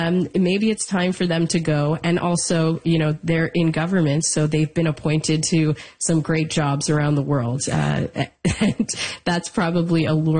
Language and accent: English; British Columbia, Canada; There's a lot on the line, especially for us as British Columbians.